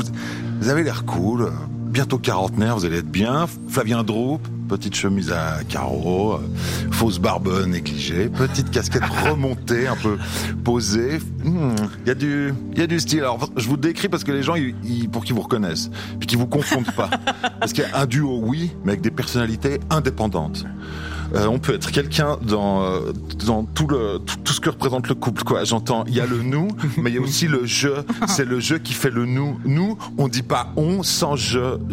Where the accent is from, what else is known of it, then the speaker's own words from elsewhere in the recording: Yverdon-les-Bains, Vaud, Switzerland; Alors bien sûr que moi j'ai un amour tout particulier pour cet endroit, je viens d'Yverdon, alors autant dire que Bulle et nous, on est dans le jumelage du Somme, quoi.